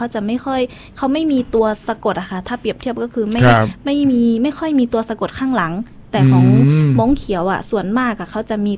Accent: Mae Hong Son, Thailand; เป็นคนที่จังหวัดแม่ฮ่องสอนค่ะ

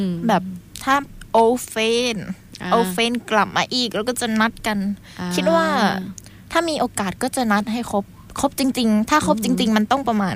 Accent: Nong Khai, Thailand; moved away; ปิดเทอมนี้มีแพลนจะกลับบ้านเกิด บ้านเกิด อย่า ที่ไหน หนองคายแน่นอน

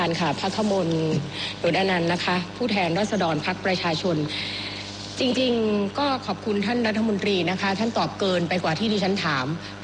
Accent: Southern Thailand, Thailand; ถามในฐานะคนใต้ท่านรัฐมนตรีวันนี้เราคุยกันก็คนใต้สองคน

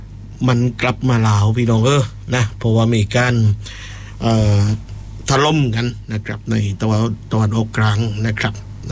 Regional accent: Phuket, Thailand

